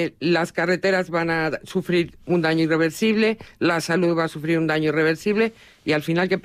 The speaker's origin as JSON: {"language": "Spanish", "region": "Castilla-La Mancha", "country": "Spain", "said": "Yo estoy defendiendo mi tierra. Mi tierra incluye Talavera, Cazalegas, Cervera, Pepino, Velada, Calera, todos los alrededores que tenemos aquí."}